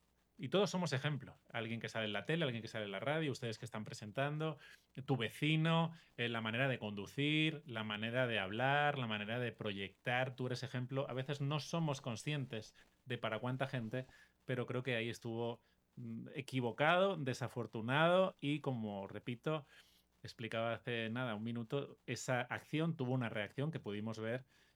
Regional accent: Spain; yo soy español

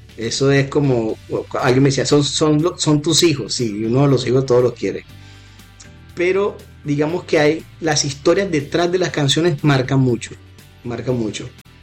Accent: Santa Marta, Magdalena, Colombia; saben que soy de la costa, ya dije que soy de Santa Marta. Tenemos fama de ser bullosos y la fama es cierta.

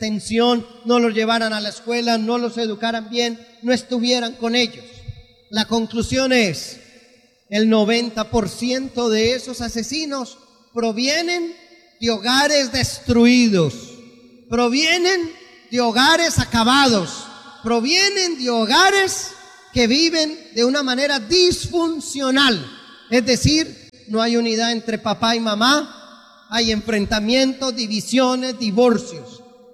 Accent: Colombia; 20 intelectuales de mi país, en Colombia, dan las razones por las cuales son ateos.

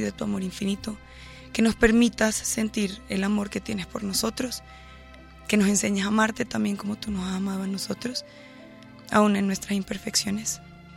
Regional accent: Bogotá, Colombia; born there; yo en realidad nací en Bogotá el 24 de julio del 94. Mis papás me tuvieron acá, pero toda mi familia es costeña. Es de un pueblo que se llama Tolú, en Sucre.

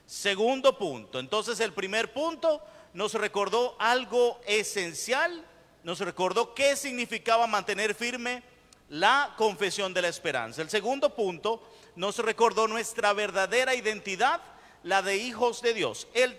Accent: Venezuela; moved away as an adult; now in Colombia; Pero en Venezuela, porque yo soy venezolano. Tengo 10 años viviendo en Colombia. Pero antes de esos 10 años vivía en mi país

